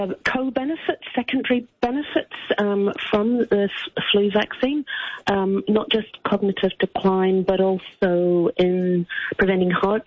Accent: Northern Ireland, United Kingdom; moved away as an adult; also born or lived in New Zealand; Originally, I'm from Northern Ireland, but I've worked for many years in New Zealand.

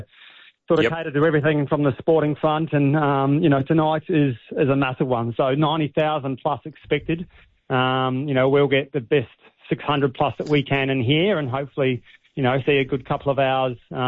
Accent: New Zealand; now in Melbourne, Australia; growing up in New Zealand.

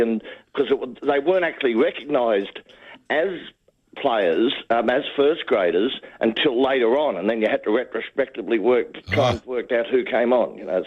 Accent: Clovelly, New South Wales, Australia; Oh, well, I was brought up in Clovelly.

